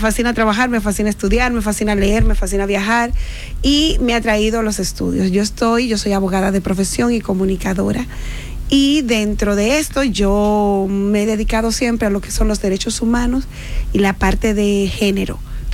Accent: Dominican Republic; moved away; no salí de República Dominicana sin conocer mi terruño.

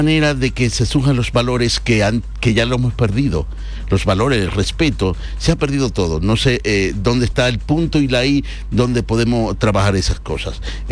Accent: Dominican Republic; moved away as an adult; now in Madrid, Spain; Yo soy dominicano, llevo más de 30 años en la Comunidad de Madrid viviendo

